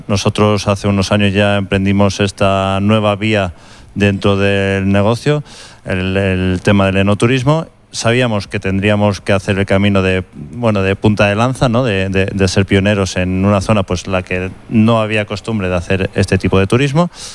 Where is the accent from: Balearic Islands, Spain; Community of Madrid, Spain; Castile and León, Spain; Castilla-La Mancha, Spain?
Castilla-La Mancha, Spain; Albacete